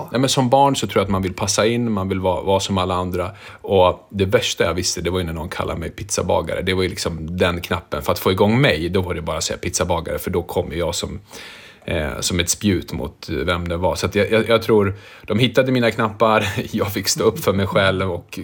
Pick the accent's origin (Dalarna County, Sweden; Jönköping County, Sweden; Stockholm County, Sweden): Dalarna County, Sweden; Jag tror geografiskt så växte jag upp perfekt mellan orterna Mora och Leksand. Så det var ofrånkomligt att inte komma i kontakt med ishockeyn.